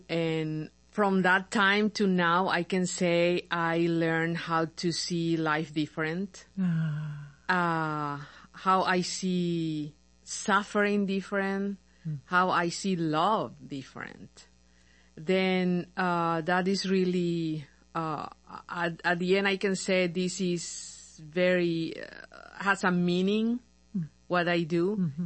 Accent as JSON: {"language": "English", "country": "Paraguay", "second_language": "English", "moved": "as an adult", "lives_now": "United States", "said": "I'm from Paraguay."}